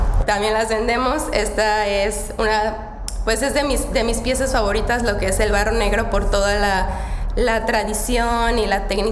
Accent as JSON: {"language": "Spanish", "country": "Mexico", "said": "también en especial cuando saben que soy mexicana"}